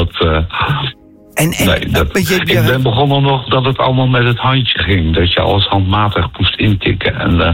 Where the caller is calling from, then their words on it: Berkel en Rodenrijs, South Holland, Netherlands; uit Berkel en Roderijs.